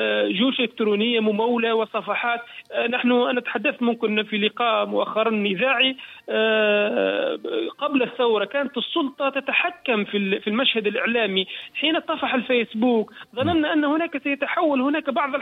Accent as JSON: {"language": "Arabic", "region": "southern Tunisia", "country": "Tunisia", "said": "أنا مثلا من الجنوب التونسي"}